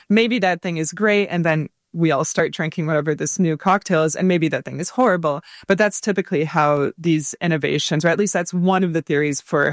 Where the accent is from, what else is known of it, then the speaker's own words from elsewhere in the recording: Paris, Île-de-France, France; moved away; I'm originally from Paris and France